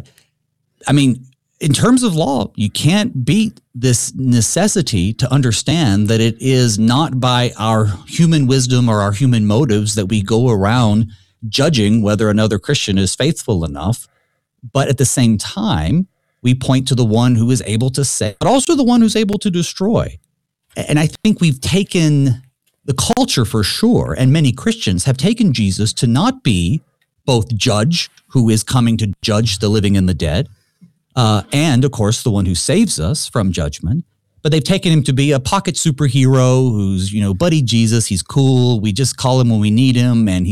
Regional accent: the South, United States; I'm from the South.

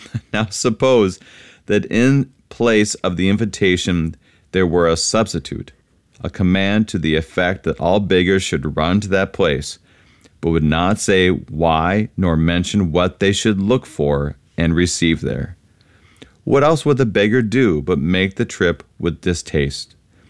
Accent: Wadena, Minnesota, United States; moved away; the church that I grew up at in St. John and Wadena.

